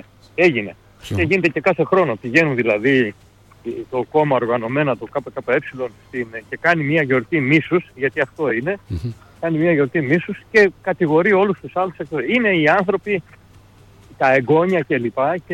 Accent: Triandria, Central Macedonia, Greece; από Τριανδρία.

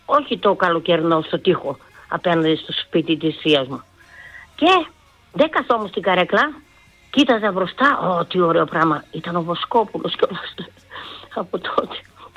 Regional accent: Germany; Εγώ μεγάλωσα με Πόντιους στη Γερμανία όμως.

